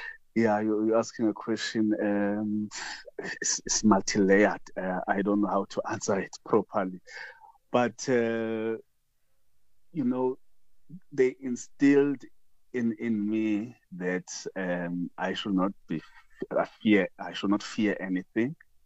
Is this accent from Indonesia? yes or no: no; Dahakral, Mpumalanga, South Africa; I had just turned 19 years, 1997. But I grew up in Dahakral, a rural area south of Mpumalanga province on the border to KZN. The nearest town is Volksrust. That's where I grew up, so attending school there.